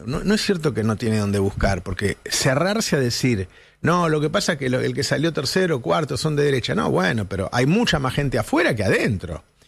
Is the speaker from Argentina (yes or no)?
yes; El Talar, Buenos Aires Province, Argentina; no sé cómo me crié yo, cómo era en Talar, prácticamente éramos todos una misma familia